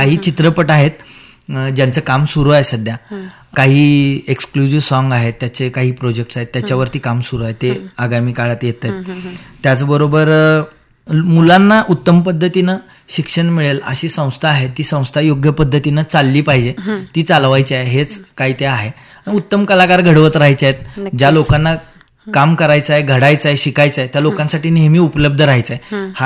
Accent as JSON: {"language": "Marathi", "town": "Sangli", "region": "Maharashtra", "country": "India", "tie": "born or raised there", "said": "मला इचलकरंजीचा, माझं मूळ गाव इचलकरंजी आहे, म्हणजे लहानपणापासून वडील लहान असल्यापासून आम्ही सांगलीत राहतोय"}